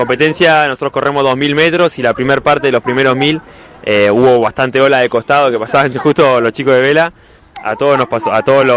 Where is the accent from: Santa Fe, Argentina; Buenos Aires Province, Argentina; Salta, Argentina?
Buenos Aires Province, Argentina; Mar del Plata; born there; Soy de Mar del Plata, sí. Nací en Mar del Plata, vivo en Mar del Plata hoy en día.